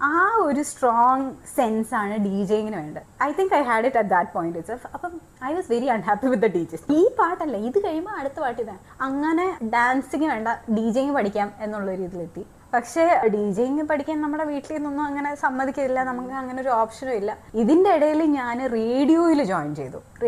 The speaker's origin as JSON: {"language": "Malayalam", "region": "Dubai", "country": "United Arab Emirates", "tie": "born or raised there", "said": "ഞാൻ ദുബായിലാണ് പഠിച്ചതും വളർന്നതൊക്കെ."}